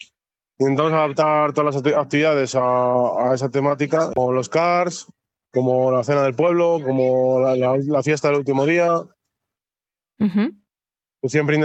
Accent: Ponferrada, Castile and León, Spain; moved away as an adult; now in Barcelona, Spain; en Barcelona actualmente porque trabajo allí y ya vengo desde allí. Lo que pasa es que yo, como soy de aquí, yo soy de aquí de Ponferrada.

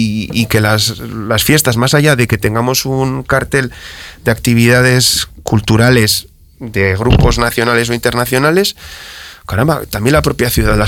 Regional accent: Spain

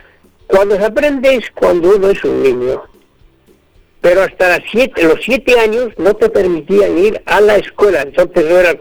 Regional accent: Cejas de Aliste, Castile and León, Spain; pero digo, es mentira, yo no soy de Rabanales. Yo soy de Cejas de Aliste.

